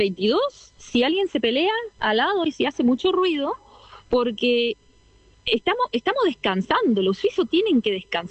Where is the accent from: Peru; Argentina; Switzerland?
Switzerland; Rapperswil, St. Gallen; A donde yo me crié, en Rapperswil